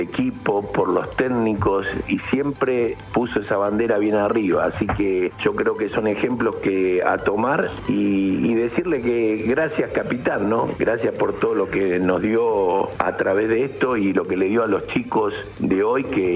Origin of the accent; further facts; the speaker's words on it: Argentina; Como argentino uno tiene que estar orgulloso. Nosotros como país, haber tenido este jugador